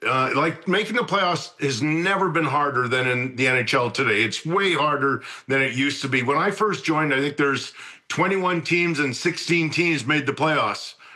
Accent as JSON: {"language": "English", "town": "Edmonton", "region": "Alberta", "country": "Canada", "tie": "born or raised there", "said": "my hometown Eskimos where I grew up"}